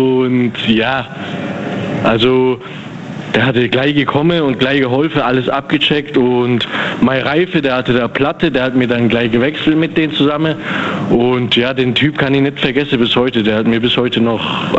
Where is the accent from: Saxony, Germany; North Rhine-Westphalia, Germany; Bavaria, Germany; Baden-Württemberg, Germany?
Bavaria, Germany; Memmingen; Ich bin aus Memmingen.